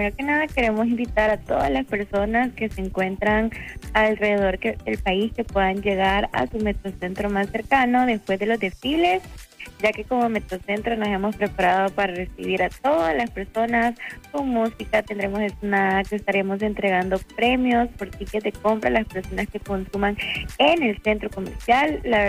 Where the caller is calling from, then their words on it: El Salvador; somos salvadoreños.